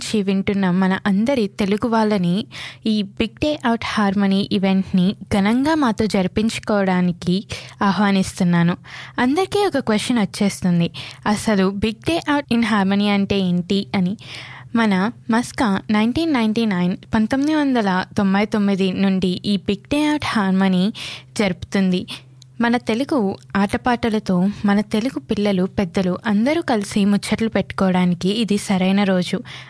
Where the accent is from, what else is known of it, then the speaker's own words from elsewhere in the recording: Narsapuram, Andhra Pradesh, India; moved away as an adult; now in Alice Springs, Australia; నేను south India ఆంధ్రప్రదేశ్లో నర్సాపురం అనే ఒక అందమైన పట్టణం నుంచి వచ్చాను. సుమారుగా 5 సంవత్సరాలు ఎలస్ స్ప్రింగ్స్ మపాంట్వాలో నివసిస్తున్నాను.